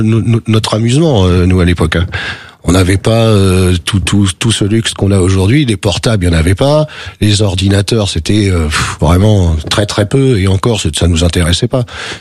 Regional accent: Saint-Brieuc, Brittany, France; Mais j'ai grandi notamment, oui, à Saint-Brieuc, et après, je suis parti sur Trégueux, oui.

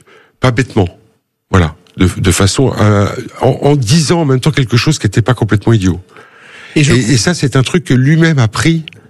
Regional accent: Saint-Dié-des-Vosges, Grand Est, France; born there; also born or lived in Courbevoie; Alors non, c'était à Saint-Dié, mais c'est pas loin. C'est la décentralisation. Je suis né à Courbevoie, mon père était de Courbevoie aussi.

